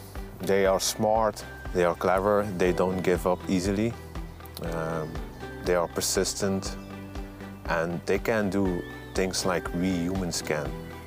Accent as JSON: {"language": "English", "country": "Belgium", "tie": "born or raised there", "also_born_or_lived": "Rwanda", "said": "Growing up in Belgium was very difficult. You always had the idea that you didn't belong"}